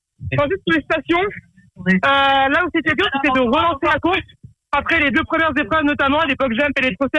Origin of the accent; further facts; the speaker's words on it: Orléans, Centre-Val de Loire, France; Je viens d'Orléans.